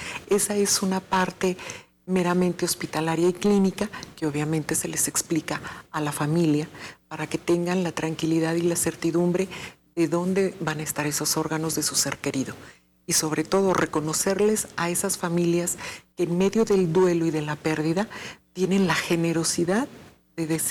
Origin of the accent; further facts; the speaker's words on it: Mexico; Nosotros como cultura mexicana convivimos con la muerte, la festejamos, la celebramos